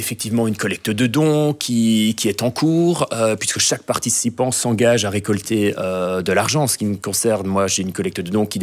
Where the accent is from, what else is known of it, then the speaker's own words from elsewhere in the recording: Chimay, Wallonia, Belgium; now in Brussels, Belgium; je vais aller de Bruxelles, là où je vis, à Chimay, là où j'ai grandi.